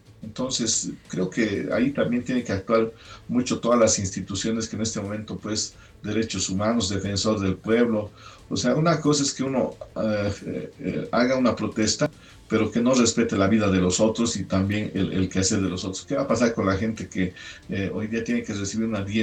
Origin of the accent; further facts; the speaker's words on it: Bolivia; todos somos bolivianos